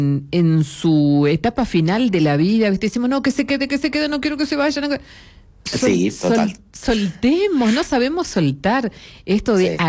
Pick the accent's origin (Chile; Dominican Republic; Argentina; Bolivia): Argentina; Porque también somos, ¿no? Así como argentinos seres humanos, ¿no?